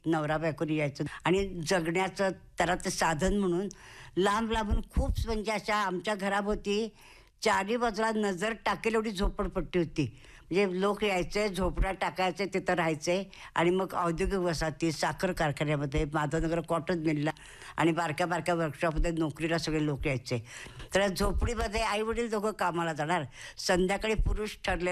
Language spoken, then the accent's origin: Marathi; Pune, Maharashtra, India; born there; moved away as an adult; now in Sangli, India